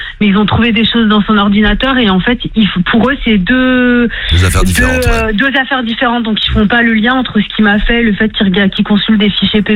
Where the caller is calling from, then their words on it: Vannes, Brittany, France; j'habite à Vannes et je travaille en tant qu'éducatrice dans la protection de l'enfance depuis 2022 et en ce moment je suis sur Lorient.